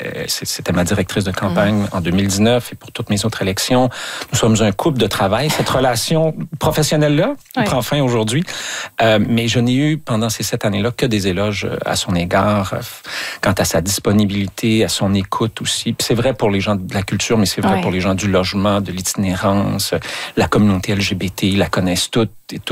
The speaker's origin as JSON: {"language": "French", "town": "La Tuque", "region": "Quebec", "country": "Canada", "said": "Ben moi, je viens de Latuc. Alors, l'offre culturelle au début des années 80 à Latuc, c'était limité."}